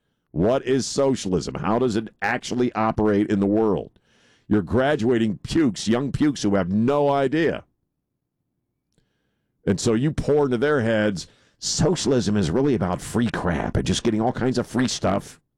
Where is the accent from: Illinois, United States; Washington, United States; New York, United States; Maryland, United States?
Maryland, United States; I grew up in Maryland, which is one of the most liberal states in the country, and it certainly was then, too.